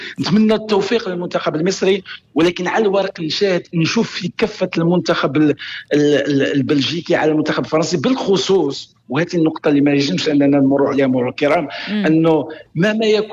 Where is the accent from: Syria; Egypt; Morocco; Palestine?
Morocco; احنا ربما كمغاربة